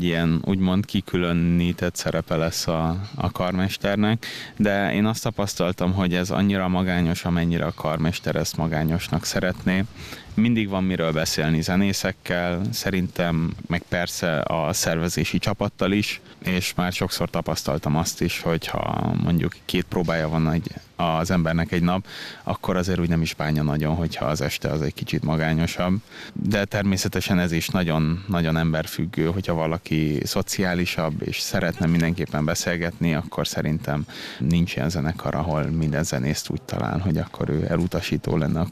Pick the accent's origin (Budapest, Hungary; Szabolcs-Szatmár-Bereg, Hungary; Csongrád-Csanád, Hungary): Budapest, Hungary; born there; Én Budapesten születtem